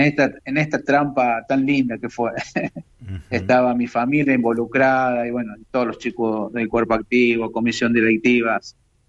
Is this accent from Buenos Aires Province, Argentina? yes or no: no; Mendoza, Argentina; born there; now in Coronel Moldes, Argentina; Yo soy nacido en Mendoza y en el año 81 vine a vivir a Coronel Moldes.